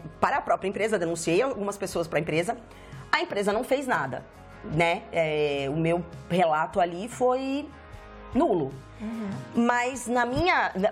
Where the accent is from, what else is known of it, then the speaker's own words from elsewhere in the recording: Brazil; moved away as an adult; now in Canada; eu no Brasil